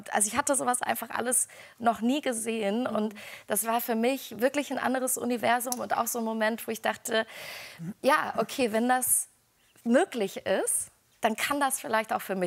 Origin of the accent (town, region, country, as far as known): Erfurt, Thuringia, Germany; born or raised there